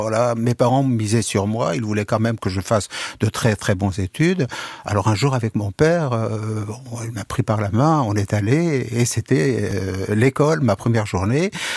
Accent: Syria; born there; first language Kurdish; French is a second language; moved away

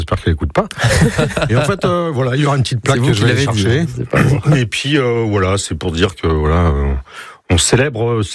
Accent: Brittany, France; Mais je suis originaire de la forêt de Broussaliande, en fait.

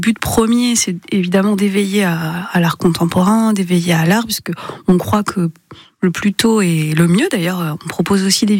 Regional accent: western France, France; moved away as an adult; now in Dijon, France; je venais pas de Dijon, moi j'étais de l'ouest de la France, donc je suis arrivée ici en même temps que mon stage.

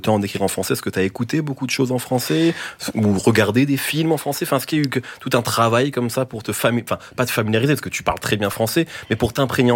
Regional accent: France; en tant que Français

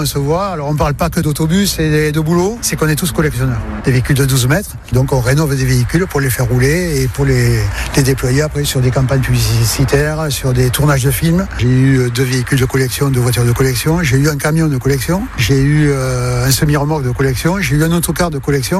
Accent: Bordeaux, Nouvelle-Aquitaine, France; born there; Donc je suis né à Bordeaux il y a une soixantaine d'années.

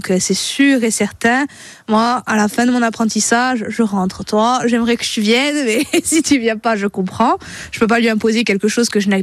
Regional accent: Lumio, Corsica, France; now in Ponte-Leccia, France; moi je suis originaire de Lugno, toute ma famille est en Balagne, entre Lugno, Moncal, Calenzane, Calvi.

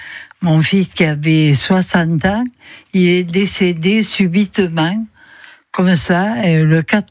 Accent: Nîmes, Occitanie, France; Je suis gardoise de naissance. Je suis née à Nîmes.

